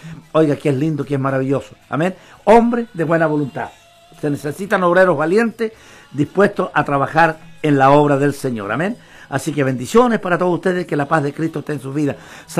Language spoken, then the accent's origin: Spanish; Chile